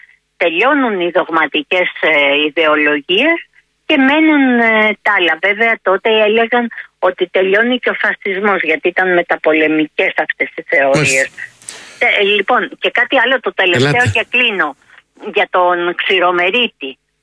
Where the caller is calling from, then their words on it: Greece; εμείς σαν Έλληνες δεν το έχουμε.